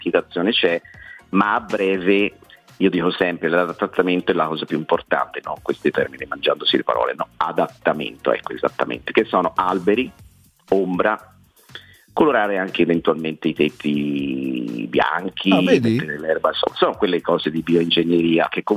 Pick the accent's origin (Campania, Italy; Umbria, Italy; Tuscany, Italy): Tuscany, Italy; Florence; perché poi sono fiorentino